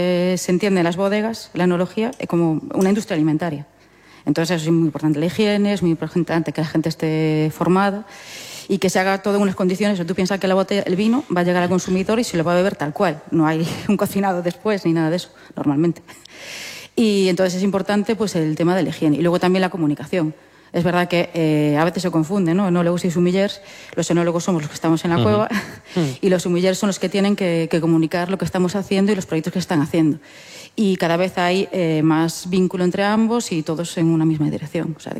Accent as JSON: {"language": "Spanish", "town": "Vilagarcía de Arousa", "region": "Galicia", "country": "Spain", "said": "Tenemos el referente de donde yo soy, de Villa García de Arousa"}